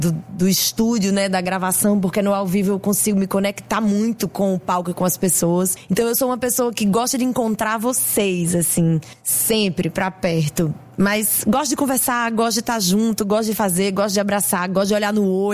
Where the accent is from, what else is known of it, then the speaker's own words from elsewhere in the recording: Natal, Rio Grande do Norte, Brazil; moved away; Bom, gente, eu sou do Rio Grande do Norte, mais especificamente de Natal. Saí de Natal alguns anos pra morar no Sudeste e fazer minha carreira de cantora e artista.